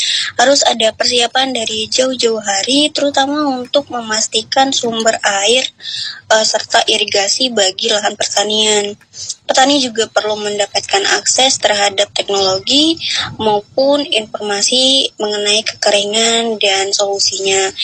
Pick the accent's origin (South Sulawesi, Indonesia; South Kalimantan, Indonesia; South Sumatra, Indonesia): South Sumatra, Indonesia; Tanjung Raja; dan saya dari Tanjung Raja.